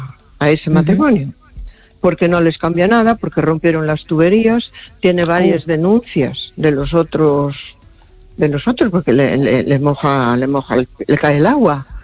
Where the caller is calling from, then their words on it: A Coruña, Galicia, Spain; de Coruña.